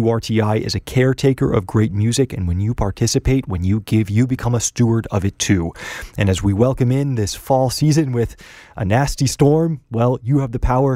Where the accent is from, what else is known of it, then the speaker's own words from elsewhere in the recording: St. Louis, Missouri, United States; moved away; my hometown of St. Louis, Missouri.